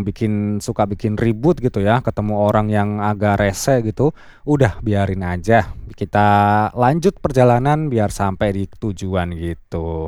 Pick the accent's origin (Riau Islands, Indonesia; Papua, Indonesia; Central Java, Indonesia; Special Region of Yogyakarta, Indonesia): Central Java, Indonesia; Soalnya dari kecil udah biasa di tempat dingin. Kampung saya dekat Gunung Slamet, udara dingin.